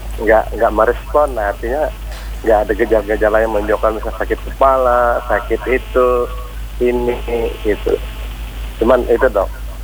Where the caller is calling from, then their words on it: Banjar, South Kalimantan, Indonesia; kalau bahasa kita Banjar nih darah tinggi ya?